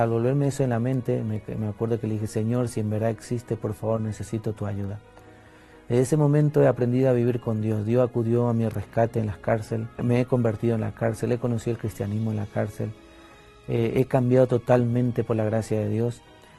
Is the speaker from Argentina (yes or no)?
no; Paraguay; soy paraguayo, provengo de una familia de 4 hermanos.